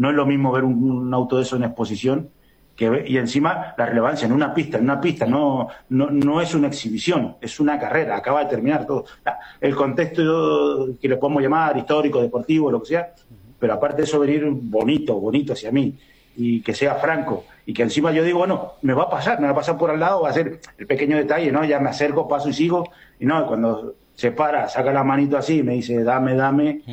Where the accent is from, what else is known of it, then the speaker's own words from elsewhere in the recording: Mendoza, Argentina; now in Spain; Sí, soy argentino, mendocino, hincha de Gimnasia de Grima Mendoza, por si no lo sabéis, y de River. Por datos que me habéis pedido, no me habéis pedido, pero yo lo doy. Vine en el año 2000, vinimos los cuatro